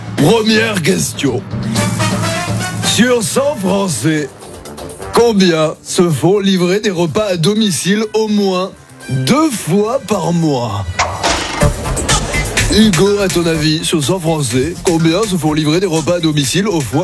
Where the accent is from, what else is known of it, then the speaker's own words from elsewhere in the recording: Mont-de-Marsan, Nouvelle-Aquitaine, France; Il a dit ça parce que je viens de Mont-de-Marsan, il voulait faire un choc mental.